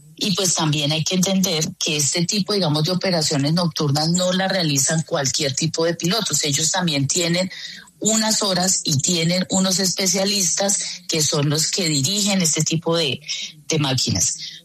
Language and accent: Spanish; Colombia